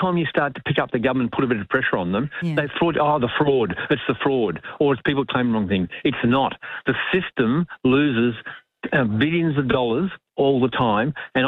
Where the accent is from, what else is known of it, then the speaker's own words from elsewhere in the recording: Australia; You know what? I'm Australian as they come.